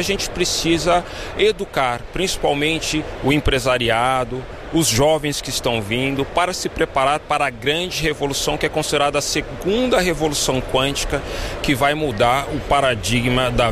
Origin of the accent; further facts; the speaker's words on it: Brazil; Estar aqui e, como brasileiro, estar tratando desse assunto